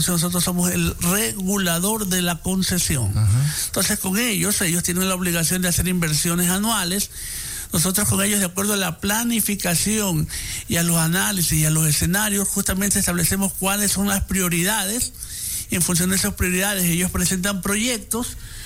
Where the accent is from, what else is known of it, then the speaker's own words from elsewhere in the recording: Guayaquil, Guayas, Ecuador; Yo recuerdo de pequeño, cuando yo vivía